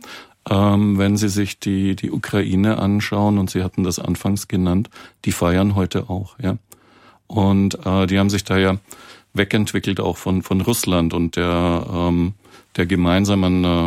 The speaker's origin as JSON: {"language": "German", "region": "Southern Germany", "country": "Germany"}